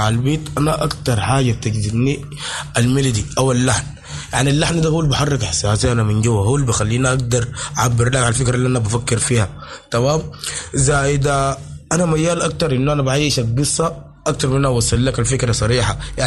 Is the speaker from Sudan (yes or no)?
yes; Sudan; واحنا كسودانيين